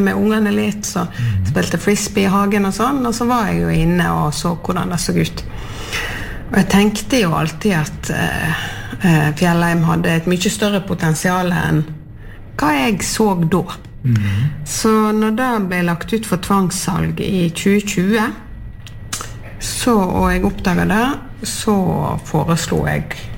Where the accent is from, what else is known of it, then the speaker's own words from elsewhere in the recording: Sotra, Vestland, Norway; moved away as an adult; now in Jostedal, Norway; så kom jeg fra Sotra.